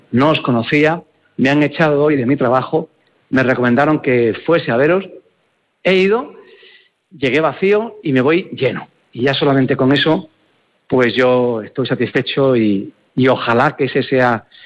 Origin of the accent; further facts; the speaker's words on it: Granada, Andalusia, Spain; en Granada, en mi tierra.